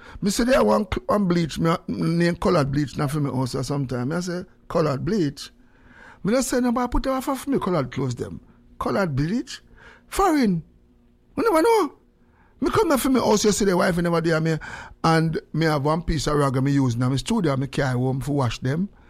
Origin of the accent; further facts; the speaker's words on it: Jamaica; Now we come from Jamaica and we lose the culture.